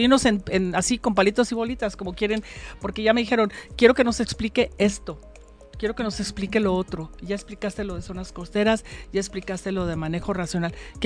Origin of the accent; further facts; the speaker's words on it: Guerrero, Mexico; born there; yo soy costeña nacida en Guerrero y no me afrento desde lo que soy.